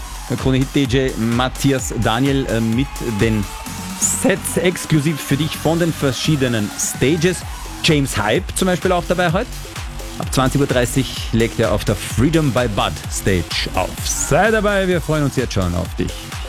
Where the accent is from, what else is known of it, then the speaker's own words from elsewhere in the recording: Austria; Bei uns in Österreich wird wahrscheinlich jeder da die Exekutive rufen.